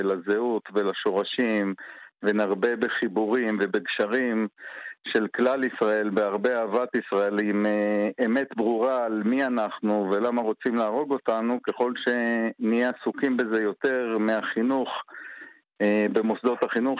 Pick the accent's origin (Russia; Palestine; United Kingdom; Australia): Palestine; Hebron, West Bank; בילדותי בחברון עוד. אחרי מלחמת ששת הימים.